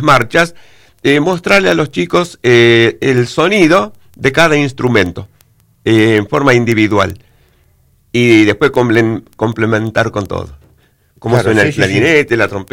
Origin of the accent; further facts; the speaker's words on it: San José, Catamarca, Argentina; born there; now in Río Gallegos, Argentina; a 300 kilómetros más o menos, el pueblo donde yo nací es el departamento Santa María y el pueblito se llama San José.